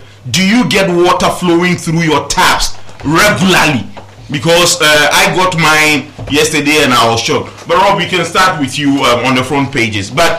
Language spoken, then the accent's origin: English; Ghana; Why am I living like that as a Ghanaian?